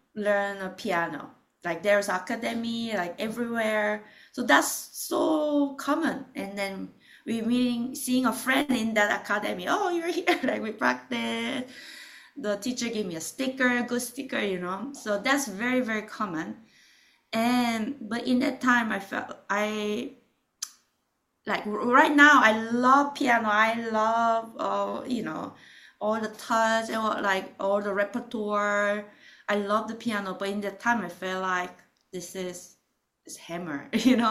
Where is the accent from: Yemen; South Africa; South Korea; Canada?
South Korea; Seoul; moved away as an adult; now in New York, United States; So I born in Seoul in Korea, and what I'm thinking about Korea, I was in Korea until my undergraduate.